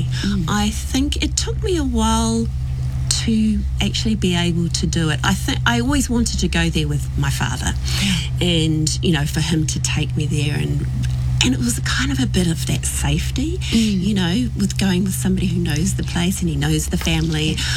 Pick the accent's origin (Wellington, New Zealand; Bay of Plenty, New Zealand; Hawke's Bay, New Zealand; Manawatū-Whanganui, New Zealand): Bay of Plenty, New Zealand; Whakatane; born there; moved away as an adult; also born or lived in England / Rotorua; now in Auckland, New Zealand; I was born in England and then we immigrated to New Zealand in 1973 and grew up in Rotorua and then Whakatane. So Whakatane, I always say, is my home.